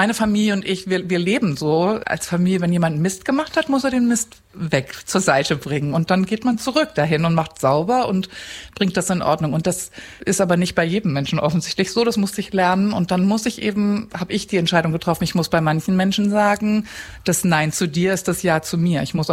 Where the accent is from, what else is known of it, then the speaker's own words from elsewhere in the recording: Cuxhaven, Lower Saxony, Germany; moved away as an adult; also born or lived in Hamburg / Berlin; now in Saxony-Anhalt, Germany; Ich bin eine Hamburgerin und genau. Und dann in Cuxhaven groß geworden und habe mein Leben lang nur in Westdeutschland gelebt.